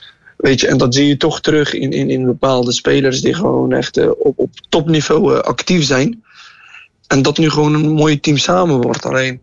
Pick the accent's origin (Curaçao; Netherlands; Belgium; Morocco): Morocco; mijn roots ligt in Marokko. Ik ben een trotse Marokkaan.